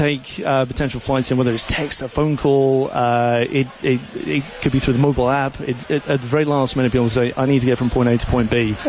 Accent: England, United Kingdom; Yeah, I'm English, so I've been following along too.

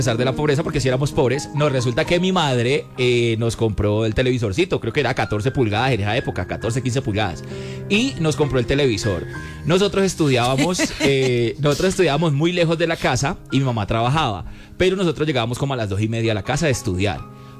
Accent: Cali, Valle del Cauca, Colombia; crecí en Manuela Beltrán. Manuela Beltrán en Cali, es un barrio súper pesado, para los que conocen.

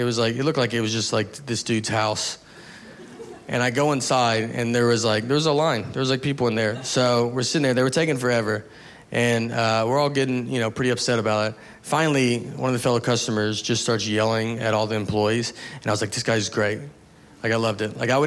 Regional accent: the South, United States; Growing up in the South, no one honks ever.

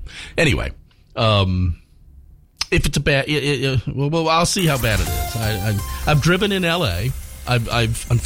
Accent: Norfolk, Virginia, United States; My hometown of Norfolk is 44th.

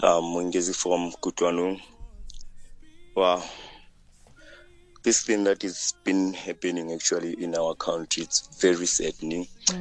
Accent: South Africa; And then what comes in my mind is that as South African men, as men of South Africa, we need to stand up and make sure that our women are safe around us.

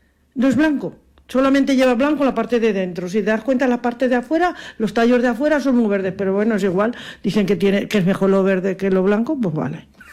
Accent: Spain; Que con nosotros somos los españoles somos especiales, nos tomamos la tarde cuando queremos.

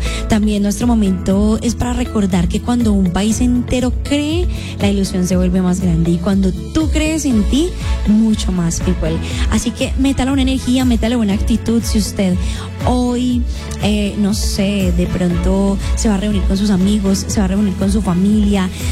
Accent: Colombia; esa energía tan bonita que nos une como colombianos

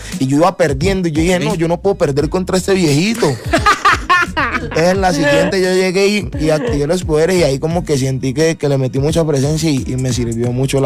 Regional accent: Valle del Cauca, Colombia; Que somos varios freestylers del Valle

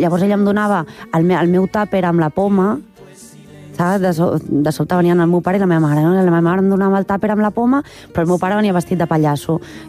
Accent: Barcelona, Catalonia, Spain; a mi m'ha fet de cangur tot el barri. Tot el barri.

